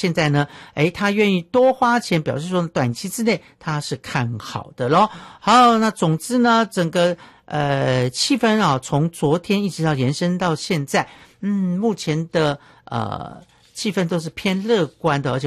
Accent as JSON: {"language": "Chinese", "town": "Miaoli", "region": "Miaoli County", "country": "Taiwan", "tie": "born or raised there", "said": "还有我的家乡苗栗，也欢迎大家来这个苗栗呢来玩玩哈、哦。山城有很多好山好水哈、哦"}